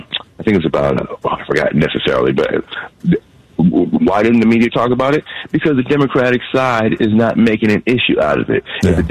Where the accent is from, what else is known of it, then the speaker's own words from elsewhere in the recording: California, United States; and I'm from the Bay Area, right? San Francisco Bay Area.